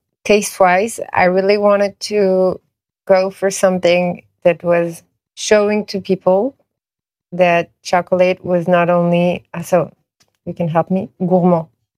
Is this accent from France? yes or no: yes; Paris, Île-de-France, France; and I was born and raised in Paris, so I think for a lot of other Parisians too